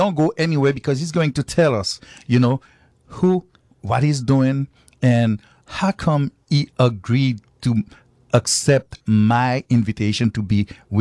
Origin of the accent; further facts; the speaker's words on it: Haiti; moved away; Where I am now, even though I was born and raised in Haiti, this is my place.